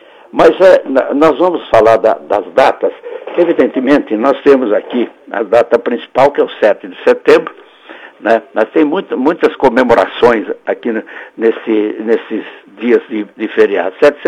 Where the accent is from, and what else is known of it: Brazil